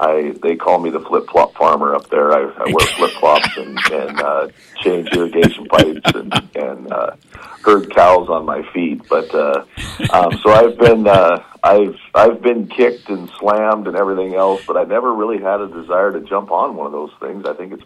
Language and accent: English; Montana, United States; moved away as an adult; now in Redding, United States; I came from Montana. I have, most of my life was Montana born and raised. Went to school in Montana, went to the University of Montana there.